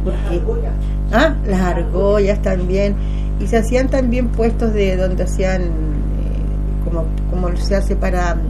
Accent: Santiago, Santiago Metropolitan Region, Chile; moved away; Yo, como mi juventud la pasé en Santiago, porque nací en Santiago, íbamos al Parque O'Higgins

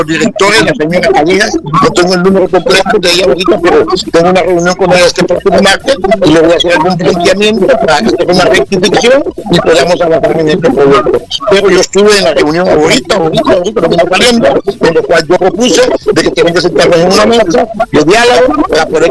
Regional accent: Honduras; now in United States; no estamos conscientes de una lucha como hondureños de la diáspora.

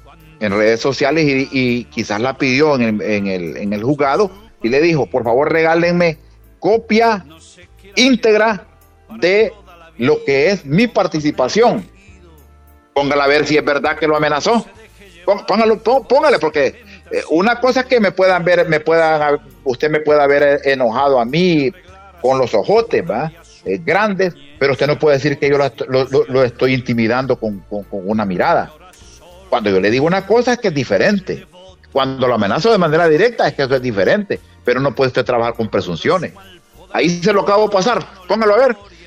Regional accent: Honduras; como hondureño debemos estar preocupados

